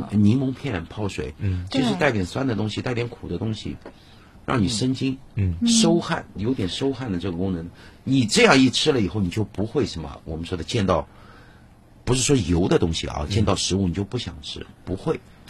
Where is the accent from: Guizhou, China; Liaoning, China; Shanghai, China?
Shanghai, China; 我们上海人